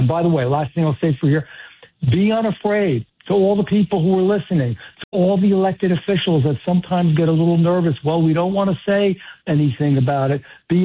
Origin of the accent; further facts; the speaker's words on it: New Jersey, United States; also born or lived in New York City; I was born in New York City, but I've lived 99% of my life in New Jersey, and now, of course, a big, good chunk of my life down in South Jersey.